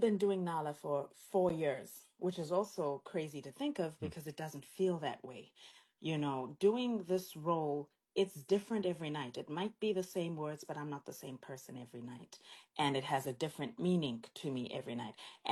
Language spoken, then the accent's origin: English; South Africa; moved away as an adult; now in Spain; I'm from South Africa, born and raised, and I went to Spain 10 years ago to go join the show there.